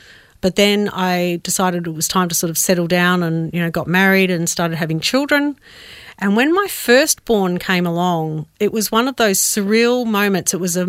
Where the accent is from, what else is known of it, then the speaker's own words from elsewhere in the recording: Adelaide, South Australia, Australia; also born or lived in Melbourne, Australia; So I was born in Melbourne, but we moved to Adelaide when I was about five for my dad's work.